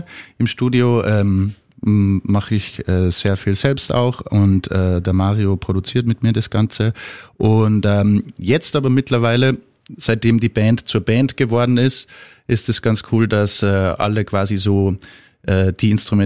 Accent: Salzburg, Austria; moved away as an adult; now in Vienna, Austria; wir sind ja eigentlich alle Salzburger und kennen uns schon ewig eigentlich aus der Schule sogar. Und dann sind alle mal ein bisschen ausgewandert und haben sich dann in Wien wiedergefunden.

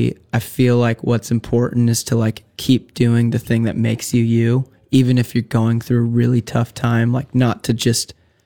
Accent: San Diego, California, United States; And we're from San Diego and we're pretty stoked guys.

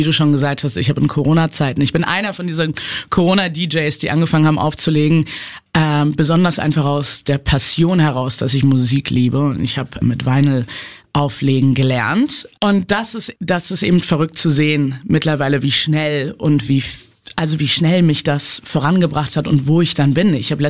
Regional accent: Berlin, Germany; kann ein Liedchen davon singen als Berlinerin, wie es ist, gecatcalled zu werden.

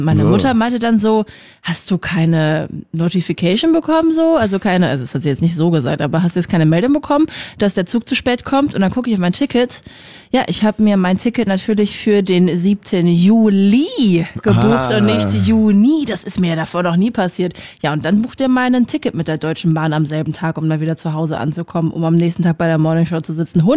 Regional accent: Hanover, Lower Saxony, Germany; Und zwar war ich in Hannover, in meiner Heimatstadt, und wollte dann zurückfahren

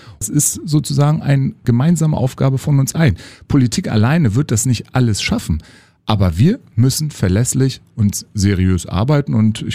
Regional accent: Hannover, Lower Saxony, Germany; now in Berlin, Germany; ich komme aus Hannover und denke so, ach, das ist ja aber nicht so sauber hier in Berlin

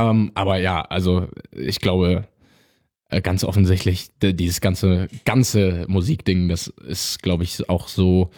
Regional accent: Trier, Rhineland-Palatinate, Germany; Ich bin ja aus Trier. Und mein Management, das sitzt auch in Trier.

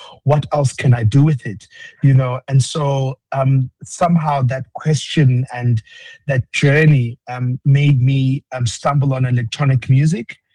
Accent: South Africa; Yeah, so I, you know, as you said, I'm from South Africa

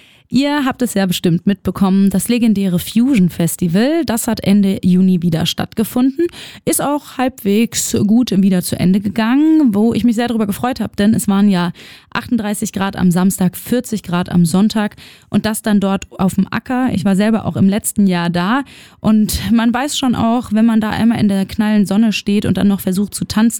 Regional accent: Cologne, North Rhine-Westphalia, Germany; ob es daran liegt, dass er aus meiner Heimatstadt Köln kommt

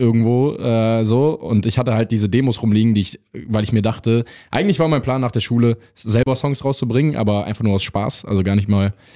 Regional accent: Trier, Rhineland-Palatinate, Germany; Ich bin ja aus Trier.

